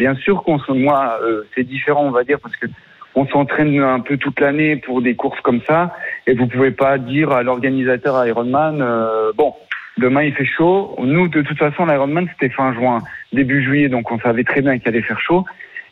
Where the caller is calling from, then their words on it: Mandelieu-la-Napoule, Provence-Alpes-Côte d'Azur, France; Moi, j'habite à Mandelieu, donc il fait chaud.